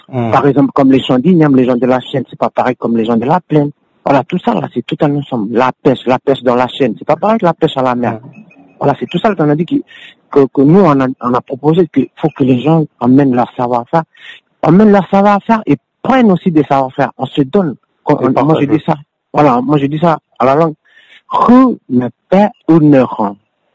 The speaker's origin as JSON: {"language": "French", "country": "New Caledonia", "said": "Moi, je parle de nous, le peuple Kanak."}